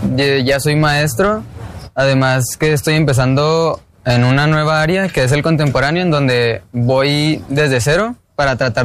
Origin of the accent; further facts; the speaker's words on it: Meoqui, Chihuahua, Mexico; Soy aquí de Meoqui, tengo 17 años, actualmente acabo de terminar la prepa